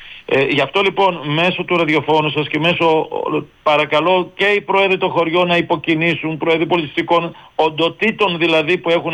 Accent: Pontokomi, Western Macedonia, Greece; εγώ προσωπικά είμαι από λιγνητική περιοχή, κατάγομαι από την Ποντοκόμη Κοζάνη, με την κατάσταση και λοιπά, υπάρχει πιο λιγνητική.

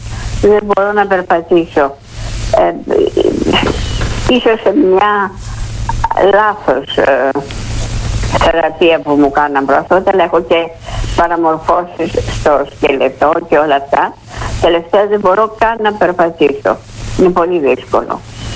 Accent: Athens, Attica, Greece; born there; now in Piraeus, Greece

